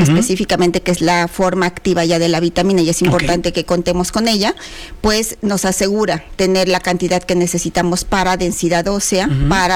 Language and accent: Spanish; Mexico; como mexicanos creo que tenemos que trabajar bastante